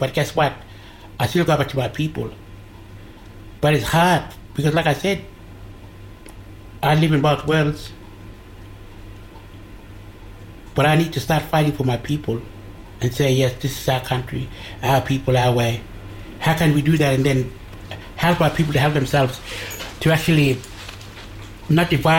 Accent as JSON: {"language": "English", "area": "Tiwi Islands", "region": "Northern Territory", "country": "Australia", "said": "I come from the Tiwi Islands, and I'm Walpri Mix Macharat Almajirit Kurinji Ngaran."}